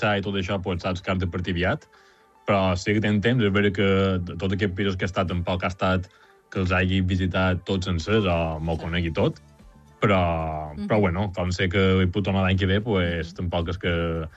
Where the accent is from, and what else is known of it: Porreres, Balearic Islands, Spain